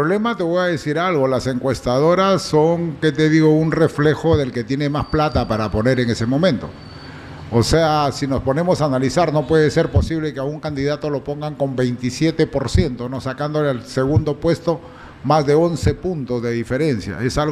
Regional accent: Tambogrande, Piura, Peru

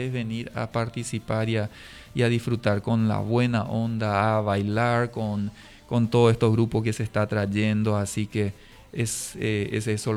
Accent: Paraguay; somos paraguayos, por sí. Sobre todo somos todos paraguayos

